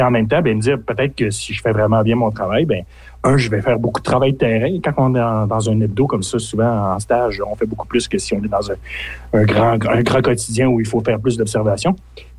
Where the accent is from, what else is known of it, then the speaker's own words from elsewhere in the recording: Rouyn-Noranda, Quebec, Canada; moved away as an adult; also born or lived in Sudbury, Ontario; now in Amos, Canada; Je suis né à Sudbury, en Ontario. Un fait peu connu. Et j'ai grandi à Rouyn-Noranda, par exemple. Alors, j'ai 4 ans, là, on est revenu au Québec. Et j'ai grandi à Rouyn-Noranda, j'ai fait toute mon école à Rouyn-Noranda.